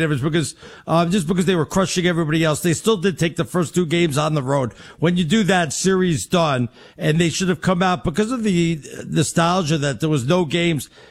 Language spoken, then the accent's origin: English; Bronx, New York, United States; now in Los Angeles, United States; I lived in Brentwood, but we came from the Bronx.